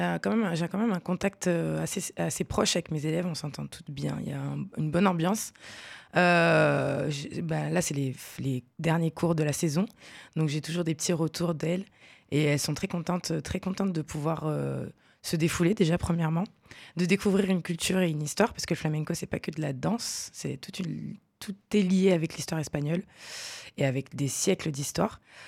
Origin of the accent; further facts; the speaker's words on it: Valence, Auvergne-Rhône-Alpes, France; moved away as an adult; also born or lived in Seville; J'ai perdu mon emploi là-bas en Espagne. Donc du coup, je suis revenue dans ma ville natale.